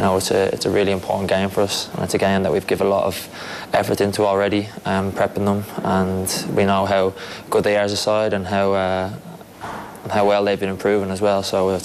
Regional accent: Ireland; us being Irish people

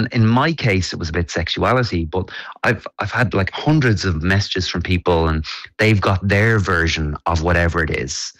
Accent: Ireland; I think actually as Irish people, we have an innate ability to find connection.

